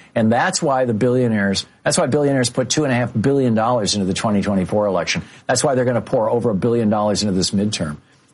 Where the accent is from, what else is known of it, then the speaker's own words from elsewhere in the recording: Michigan, United States; I grew up in Michigan, and they were like those states.